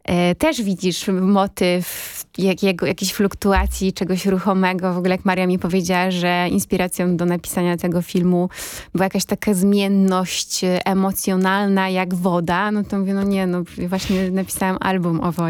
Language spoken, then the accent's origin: Polish; Tczew, Pomeranian Voivodeship, Poland; nigdy wcześniej nie mieszkałam tak blisko morza. Oczywiście ja pochodzę z Pomorza, bo urodziłam się w Tczewie, więc Gdańsk był mi bardzo bliski i wielokrotnie tam bywałam